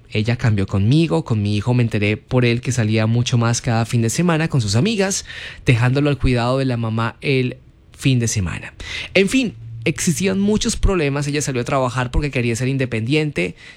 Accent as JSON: {"language": "Spanish", "town": "Morales", "region": "Cauca", "country": "Colombia", "said": "viajé a Cali para trabajar, ya que yo soy de Morales, Cauca."}